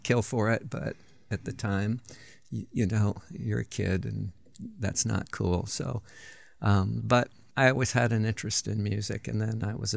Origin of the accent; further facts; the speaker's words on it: Illinois, United States; I grew up in East Central Illinois, other side of the state, roughly in the Champaign area